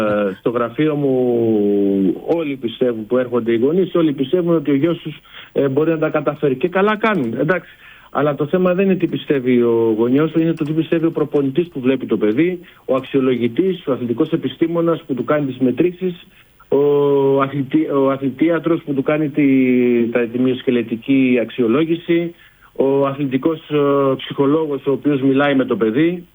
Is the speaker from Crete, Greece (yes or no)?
no; Peloponnese, Greece; Εγώ είμαι από την Αρκαδία.